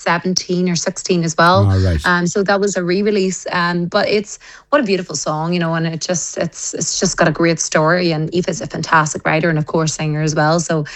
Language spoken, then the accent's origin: English; Tyrone, Northern Ireland, United Kingdom; growing up in Tyrone, it would be pronounced Hagen